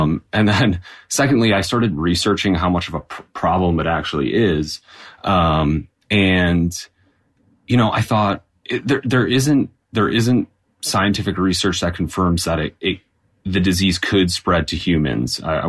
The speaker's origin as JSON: {"language": "English", "region": "Wisconsin", "country": "United States", "said": "I'm from Wisconsin, and so as many Wisconsinites are, I am a hunter and a deer hunter"}